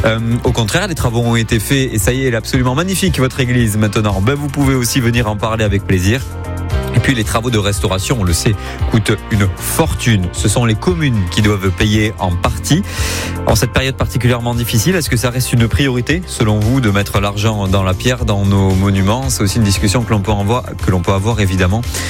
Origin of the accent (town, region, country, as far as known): Nouvelle-Aquitaine, France